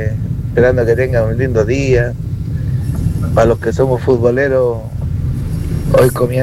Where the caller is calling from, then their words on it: Valparaíso, Chile; de Playa Ancha.